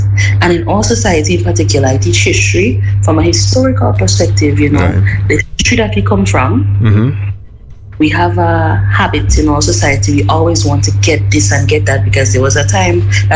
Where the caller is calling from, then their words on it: Saint Andrew, Grenada; I'm from St. Andrew.